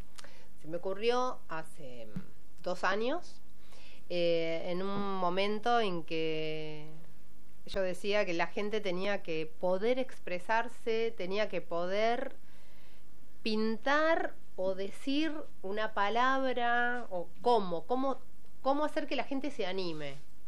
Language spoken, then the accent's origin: Spanish; Buenos Aires Province, Argentina; Este es el barrio donde yo nací, fui a la escuela 84, fui abanderada de la escuela 84, y al jardincito que está por acá.